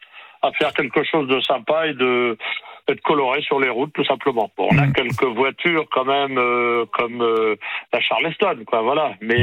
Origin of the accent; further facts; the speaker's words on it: Normandy, France; On est normand, nous.